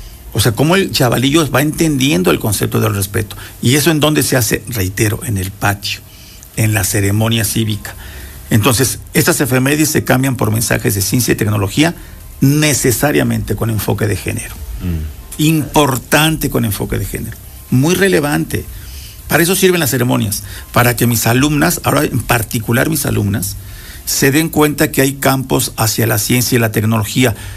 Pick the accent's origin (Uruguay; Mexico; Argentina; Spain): Mexico